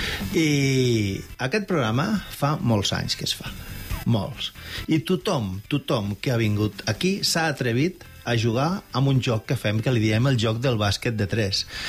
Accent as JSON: {"language": "Catalan", "town": "Barcelona", "region": "Catalonia", "country": "Spain", "moved": "yes", "lives_now": "La Seu d'Urgell, Spain", "said": "Jo sóc de Barcelona, però jo ja sóc de la Seu. ¿Vale? Però quan vivia a Barcelona"}